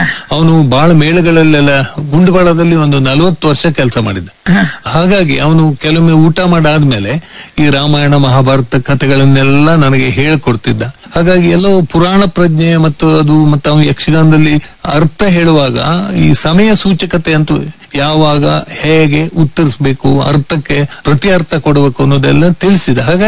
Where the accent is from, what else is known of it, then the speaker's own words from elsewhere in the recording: Honnavar, Karnataka, India; ಶರಾವತಿ ನಮ್ಮ ತಾಯಿ, ಅವಳ ಮಡಿಲಲ್ಲಿ ಅವಳ ಉಡಿಯಲ್ಲಿ ಬೆಳೆದವರು ನಾವು.